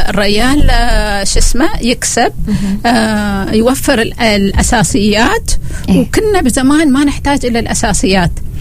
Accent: Oman; عندنا في عمان

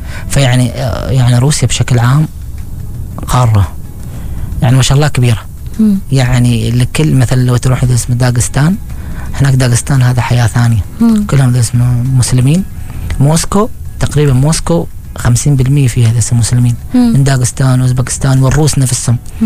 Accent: Oman; انت من وين؟ من عمان.

